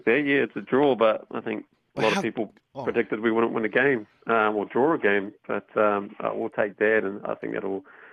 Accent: Queensland, Australia; because I'm a Queenslander

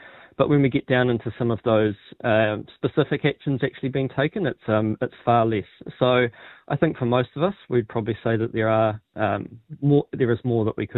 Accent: Napier, Hawke's Bay, New Zealand; now in Wellington, New Zealand; Well, I live in Te Whanganui Atara, Wellington, and so, yes, I've felt plenty, and I grew up in Napier, Ahuriri Napier in the Hawke's Bay

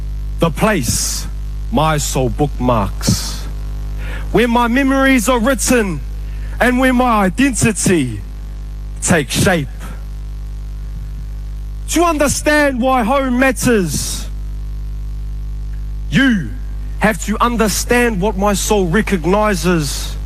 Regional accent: Kawerau, Bay of Plenty, New Zealand; for too long the world has only skimmed the footnotes of my hometown

